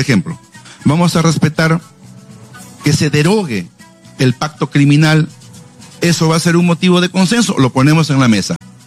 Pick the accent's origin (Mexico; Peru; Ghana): Peru; nosotros pues tenemos una gran ventaja como peruanos